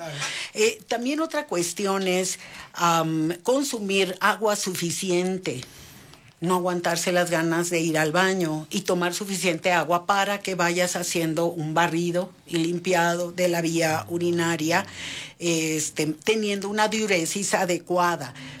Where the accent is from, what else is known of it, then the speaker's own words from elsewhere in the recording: Tabasco, Mexico; Lo que pasa es que allá en mi pueblo dirían, en Tabasco, que hace tanto tanto calor, todo lo que esté frío vale más.